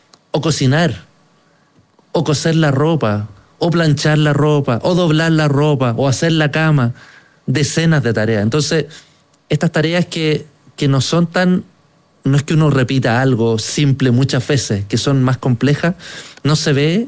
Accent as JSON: {"language": "Spanish", "country": "Chile"}